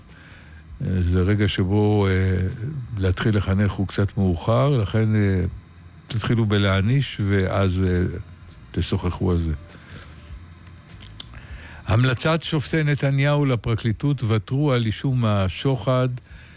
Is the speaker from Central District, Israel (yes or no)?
yes; Rehovot, Central District, Israel; מרחובות, עיר הולדתי